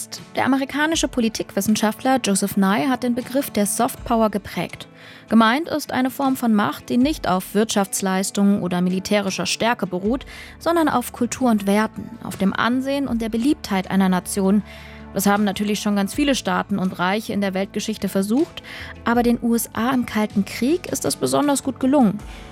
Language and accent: German; Dresden, Saxony, Germany; aber ich komme auch aus Dresden.